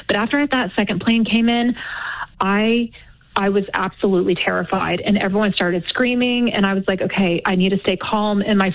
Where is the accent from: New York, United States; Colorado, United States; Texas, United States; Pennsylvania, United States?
Texas, United States; So I'm from Texas.